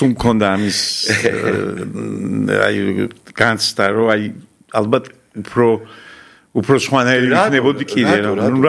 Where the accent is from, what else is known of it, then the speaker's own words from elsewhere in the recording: Kutaisi, Imereti, Georgia; moved away; ქუთაისში. საფიჩხეს გოგებაშვილის ქუჩაზე, ეხლა სამაგ სახლი იქ, ჩემი უსაყვარლესი ქალაქი და სადაც სკოლა დავამთავრე, იქ დავიბადე, იქ გავიზარდე.